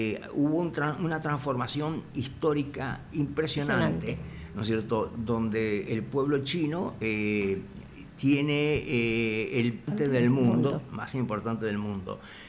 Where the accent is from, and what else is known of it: Argentina